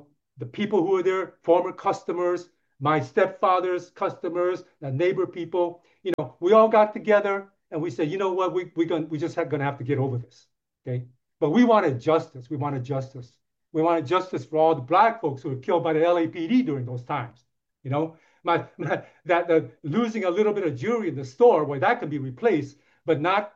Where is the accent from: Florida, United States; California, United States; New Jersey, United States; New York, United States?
California, United States; Los Angeles; I grew up in Crenshaw District in Los Angeles, Crenshaw and West Adams area, primarily African American area.